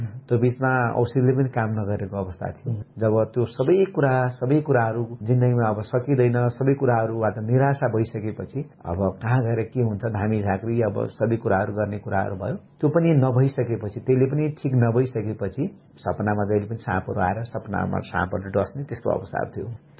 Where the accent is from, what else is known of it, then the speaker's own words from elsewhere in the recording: Birendranagar, Karnali Province, Nepal; now in Kathmandu, Nepal; मेरो खास मेरो ओरिजन सुर्खेत जिल्ला वीरेन्द्रनगर नगरपालिका वार्ड नम्बर 10 पर्छ। मेरो बाल्यकाल त्यहीँ सुर्खेतमै बित्यो र पढाइको सिलसिलामा अनि म काठमाडौँतिर आएँ।